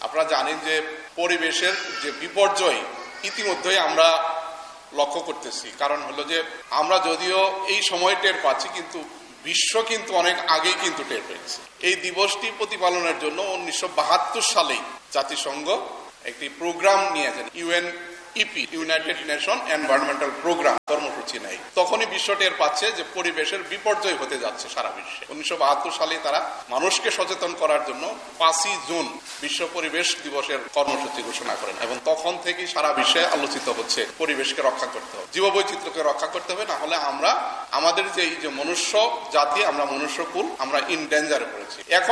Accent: Bangladesh; now in Khulna, Bangladesh; আমরা বাংলাদেশি

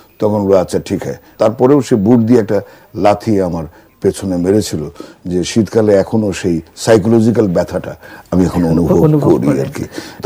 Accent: Sirajganj, Rajshahi Division, Bangladesh; আমার বাড়ি সিরাজগঞ্জে, যমুনা পারের সন্তান আমি। সেখানে আমার নানার বাড়িতে 48 সেপ্টেম্বরে জন্ম।

